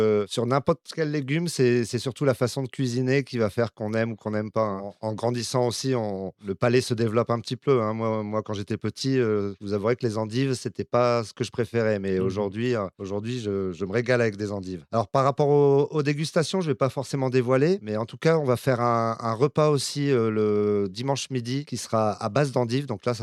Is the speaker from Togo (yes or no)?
no; Marcoing, Hauts-de-France, France; Moi, forcément, je suis né là. Je suis à Marcoing, c'est ma famille, c'est ma sœur qui a repris l'exploitation.